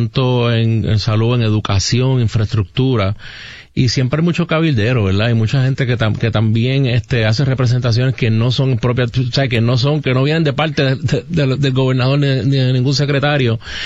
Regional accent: Puerto Rico; Como exsecretario, como funcionario, como puertorriqueño.

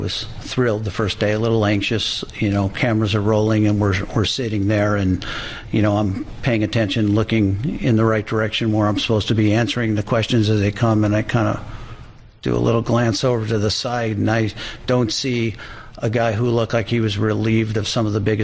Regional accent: East Chicago, Indiana, United States; born there; right next to Gary, East Chicago, where I was born

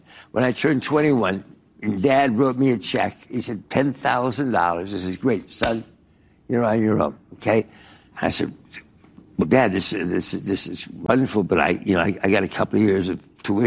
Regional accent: East Coast, United States; I grew up on the East Coast. I was at all boys, sort of private prep schools and this and that.

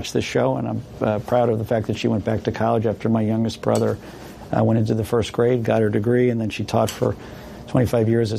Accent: Hopewell Junction, New York, United States; But, you know, we grew up in Hopewell Junction, New York. I went to John Jay Senior High School. I know you wanted to ask me that. It was kind of a classic middle-class existence with a focus on a lot of sports.

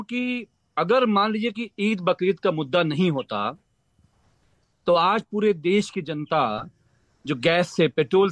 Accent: Uttar Pradesh, India

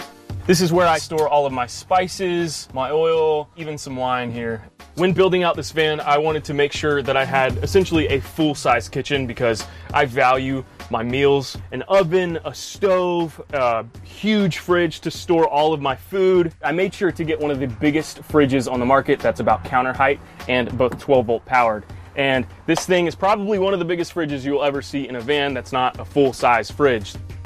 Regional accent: Augusta, Georgia, United States; moved away as an adult; also born or lived in Orlando, Florida / Atlanta, Georgia; I'm originally from Augusta, Georgia. I grew up there, and then I moved off to college to Orlando, Florida to go to film school. And then from there, I started working in Atlanta in the film industry.

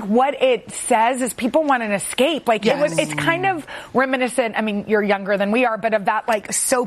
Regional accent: Texas, United States; I mean, I'm from Texas.

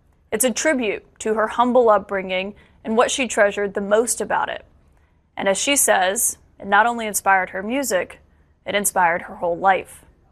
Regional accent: Alabama, United States; I can still remember my family driving from our home in Alabama up to Pigeon Forge

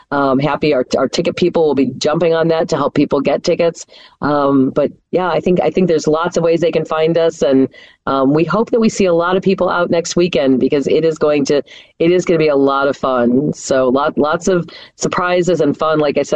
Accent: Chicago, Illinois, United States; I mean, I'm a Chicagoan. I love my city.

